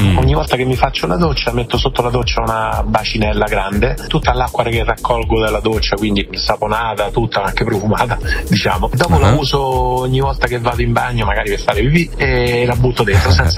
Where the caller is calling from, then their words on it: Viterbo, Lazio, Italy; da Viterbo.